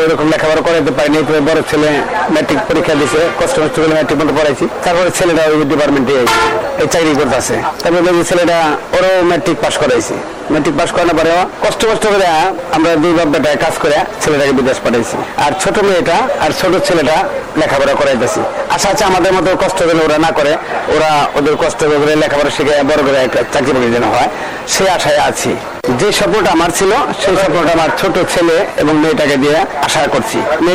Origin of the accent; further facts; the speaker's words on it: Manikganj, Dhaka Division, Bangladesh; আমার বাড়ি মানিকগঞ্জ জেলা।